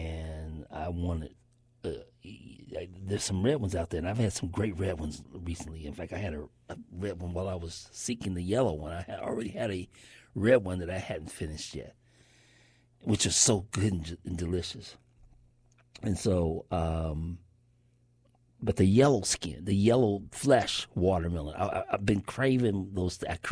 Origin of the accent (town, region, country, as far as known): San Francisco, California, United States; born or raised there